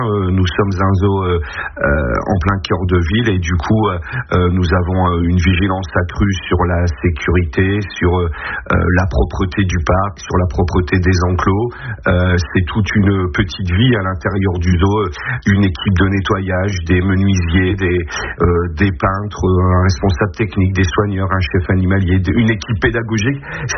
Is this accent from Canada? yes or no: no; Maubeuge, Hauts-de-France, France; Oui, je suis natif de Maubeuge, et du fait, j'ai toujours connu le zoo de Maubeuge, j'ai toujours été au zoo de Maubeuge